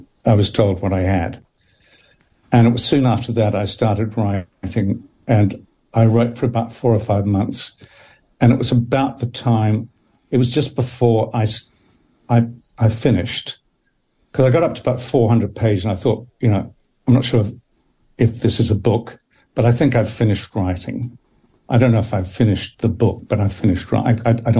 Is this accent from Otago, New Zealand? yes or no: yes; Dunedin, Otago, New Zealand; I mean, I grew up in Dunedin, and in Dunedin, you never really imagined that you would have a career on the screen of one kind or another.